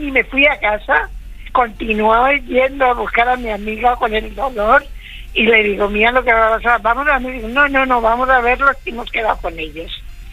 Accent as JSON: {"language": "Spanish", "town": "Valladolid", "region": "Castile and León", "country": "Spain", "said": "somos de allí, de Valladolid"}